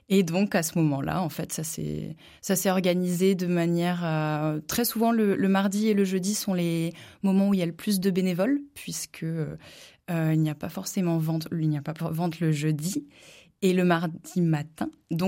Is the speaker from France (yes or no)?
yes; Brittany, France; now in Charente, France; Avant, donc moi je suis bretonne, donc il y a eu cette partie-là.